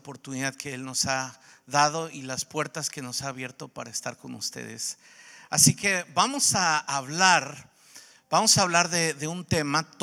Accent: Mexico; vengo desde México. Vine a ver el partido aquí a Panamá.

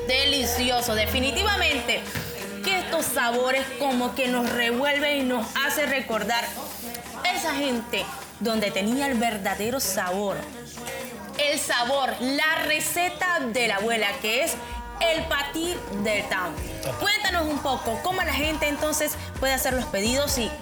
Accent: Panama; nuestra identidad como panameños, como colonenses, como afro.

